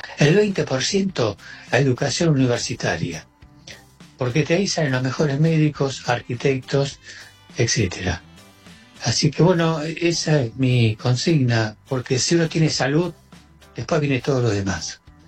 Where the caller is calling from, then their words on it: Buenos Aires, Argentina; de Capital.